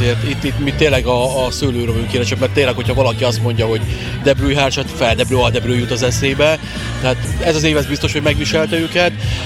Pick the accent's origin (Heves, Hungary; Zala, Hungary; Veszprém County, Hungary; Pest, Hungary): Heves, Hungary; Eger; én egri származású vagyok, felnémeti.